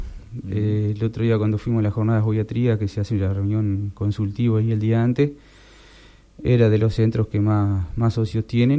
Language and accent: Spanish; San Pedro, Colonia, Uruguay; nací en Colonia, sí, oriundo de San Pedro, de la escuela número 73.